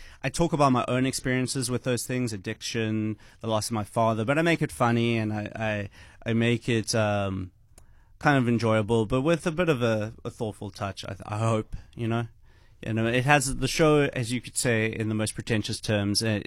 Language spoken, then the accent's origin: English; George, Western Cape, South Africa; moved away as an adult; growing up in George. That's where I'm from. That's where I spent my first 18 years.